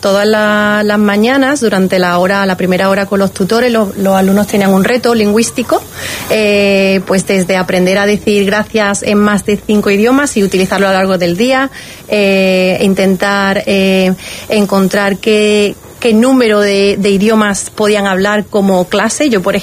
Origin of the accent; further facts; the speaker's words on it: Córdoba, Andalusia, Spain; also born or lived in England; now in San Pedro de Alcántara, Spain; Bueno, yo soy un poco cordobesa inglesa. He vivido mucho tiempo en Inglaterra.